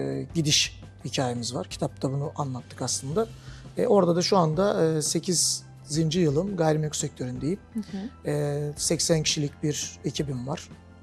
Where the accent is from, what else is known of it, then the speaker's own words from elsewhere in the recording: Istanbul, Turkey; born there; also born or lived in Bursa; now in Izmir, Turkey; Ben 20.01.1980 İstanbul doğumluyum. Hı hı. Uzun yıllar Bursa'da yaşadım. İstanbul'da da 97'den 2004'e kadar Tahtakale dediğimiz bölgede ticaretle uğraştım.